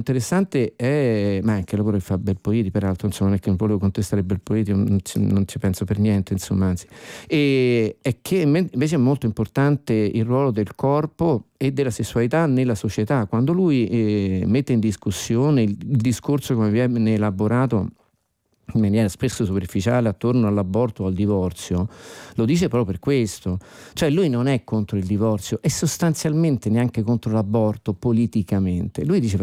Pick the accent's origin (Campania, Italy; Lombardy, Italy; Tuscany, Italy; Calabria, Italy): Lombardy, Italy; è friulano come io sono lombardo